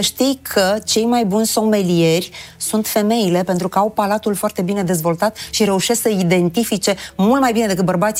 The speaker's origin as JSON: {"language": "Romanian", "country": "Romania"}